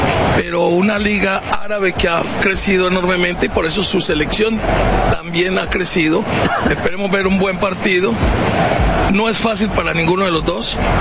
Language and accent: Spanish; Colombia; Ya, gracias. Y además porque hoy es una fecha especial en mi país. Son las elecciones presidenciales, entonces.